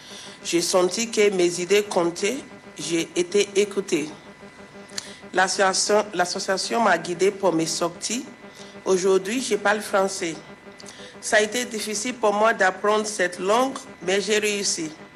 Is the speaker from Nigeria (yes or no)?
yes; Nigeria; J'ai 31 ans, je viens du Nigeria.